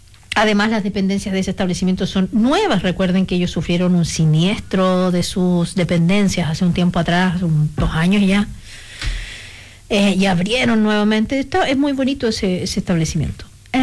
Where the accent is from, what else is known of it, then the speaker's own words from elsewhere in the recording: Aysén, Chile; Antes nos decían Aysenino. Yo vengo de Aysén.